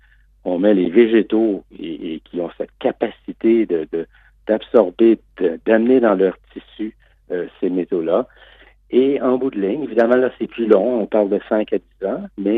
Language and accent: French; Canada